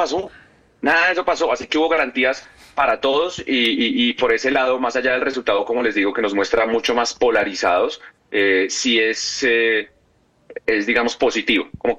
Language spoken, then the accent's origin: Spanish; Colombia; moved away; Salimos de Colombia.